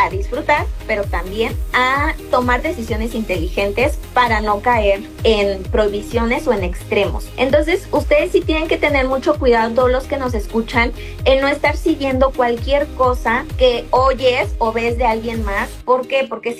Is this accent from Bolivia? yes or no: no; Mexico; somos mexicanos.